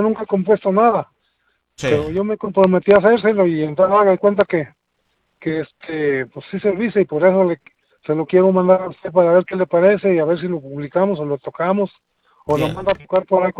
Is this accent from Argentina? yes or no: no; Sombrerete, Zacatecas, Mexico